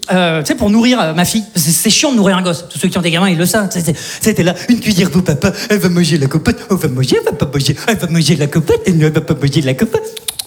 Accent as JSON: {"language": "French", "town": "Saint-Étienne", "region": "Auvergne-Rhône-Alpes", "country": "France"}